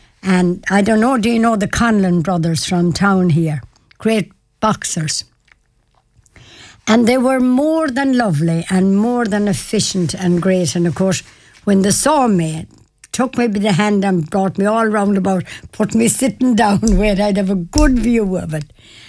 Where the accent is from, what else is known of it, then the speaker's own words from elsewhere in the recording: Ireland; Ballyhadrine, as I call my hometown, which was just as lovely.